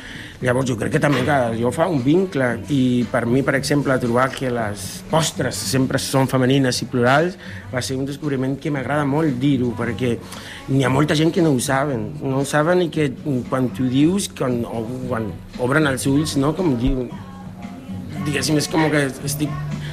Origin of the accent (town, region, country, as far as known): Mexico; Catalan is a second language; moved away